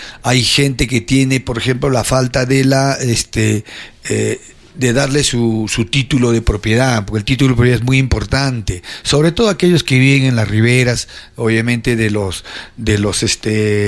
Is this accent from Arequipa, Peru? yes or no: yes; Miraflores, Arequipa, Peru; born there; now in Paucarpata, Peru; yo he nacido en Miraflores, pero vivo en Paucarpata 20 años. 20 años ahí en la parte baja, en la urbanización Los Zafiros, ahí tengo mi vivienda, y vivo 20 años ahí